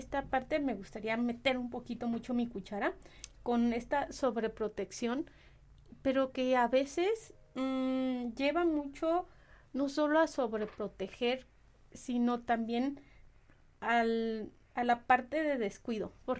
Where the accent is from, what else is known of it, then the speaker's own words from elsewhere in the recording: Uruapan, Michoacán, Mexico; yo soy de Uruapan, entonces en el municipio de Uruapan